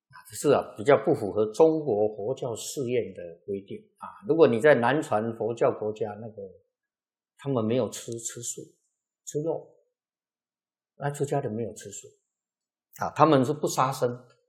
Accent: Xizhi, New Taipei, Taiwan; born or raised there

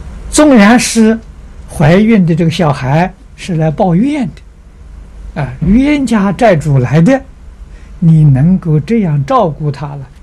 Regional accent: China; 我们中国人

